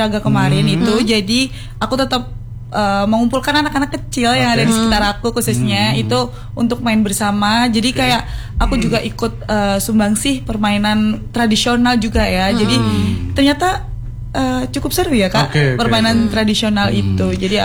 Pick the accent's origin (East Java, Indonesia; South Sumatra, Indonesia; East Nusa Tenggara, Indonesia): East Java, Indonesia; Ponorogo; Kalau karena aku dari Ponorogo ya, of course itu aku real.